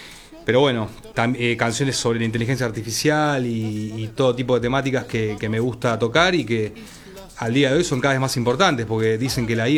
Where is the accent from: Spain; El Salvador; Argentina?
Argentina; Buenos Aires; yo soy porteño.